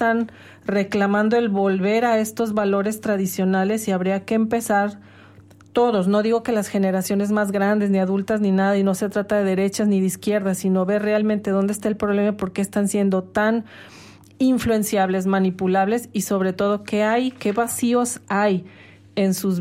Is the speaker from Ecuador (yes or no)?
no; Mexico; que los mexicanos como latinos y dentro de los mexicanadas somos tradicionales, ¿no?